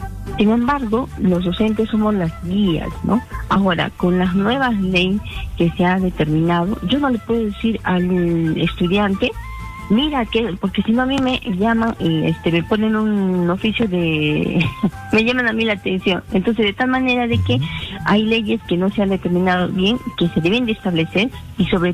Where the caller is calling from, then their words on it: Arequipa, Peru; de Arequipa.